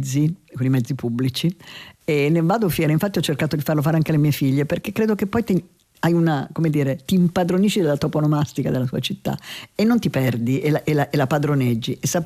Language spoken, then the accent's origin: Italian; Milan, Lombardy, Italy; sono nato a Milano, ho continuato a vivere a Milano